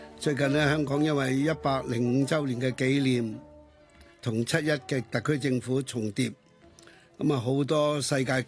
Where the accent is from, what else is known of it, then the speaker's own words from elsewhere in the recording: Chaozhou, Guangdong, China; 所以最近有一套电影讲到这个阿妈，我们潮州人叫做阿妈了